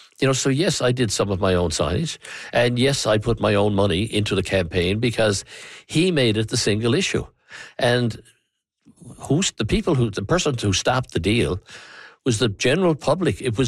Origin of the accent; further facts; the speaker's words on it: Newfoundland and Labrador, Canada; Because this is really important to me as a Newfoundlander and a Labradorian. And where the good of Newfoundland and Labrador is going to be affected, I'm going to be involved.